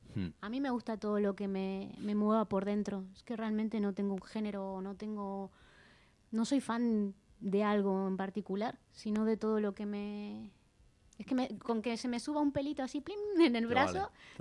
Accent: Argentina; moved away as an adult; now in Spain; Yo soy argentina

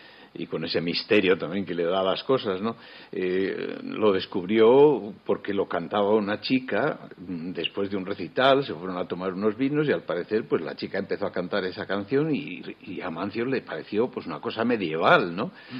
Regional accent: Valladolid, Castile and León, Spain; la medalla de oro de la provincia de Valladolid, lo cual quiere decir que soy un poco profeta en mi tierra

